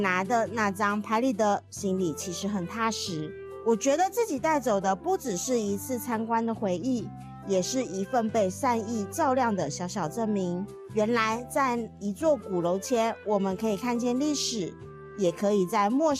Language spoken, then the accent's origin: Chinese; Taiwan; now in Shenzhen, China; 我来自台湾，在深圳生活了第8年，这些年啊，在大陆工作和生活